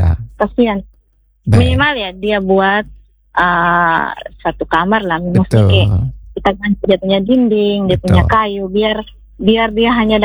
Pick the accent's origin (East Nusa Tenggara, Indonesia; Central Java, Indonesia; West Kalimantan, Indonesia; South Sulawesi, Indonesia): East Nusa Tenggara, Indonesia; Namanya kita orang NTT, Pak, enggak ngomong.